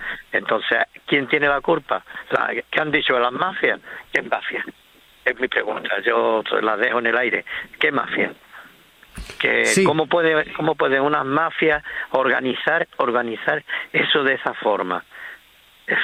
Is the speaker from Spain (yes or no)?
yes; Ceuta, Spain; y yo soy de aquí de Ceuta y nacido aquí en Ceuta.